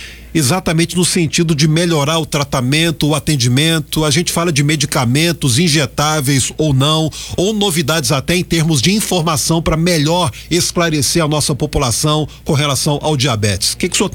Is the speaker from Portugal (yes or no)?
no; Brazil; Eu sou brasileiro com muito orgulho, com muito amor